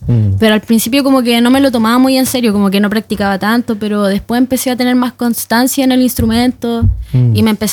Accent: Santiago, Santiago Metropolitan Region, Chile; soy de Santiago.

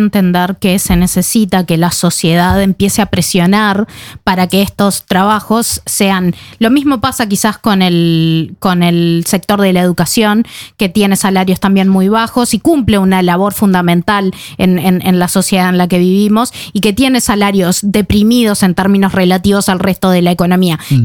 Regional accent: Uruguay; now in Norway; yo como uruguaya

